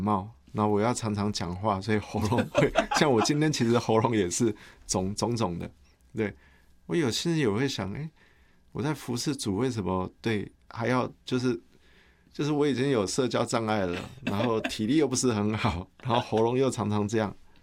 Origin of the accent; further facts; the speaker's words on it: Taiwan; 如果我们台湾人还在那边传福音被发现的话